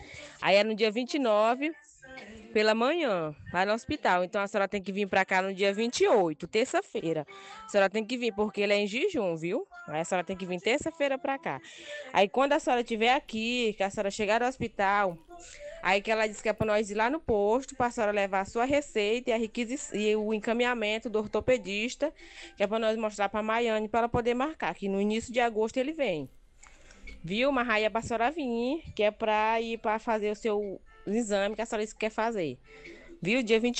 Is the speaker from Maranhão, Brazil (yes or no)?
yes; Alto Alegre do Pindaré, Maranhão, Brazil; sou de Alto Alegre, do Pindaré.